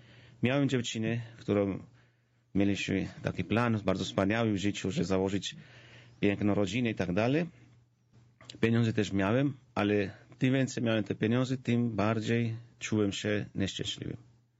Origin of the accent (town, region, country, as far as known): Georgia; born or raised there; Polish is a second language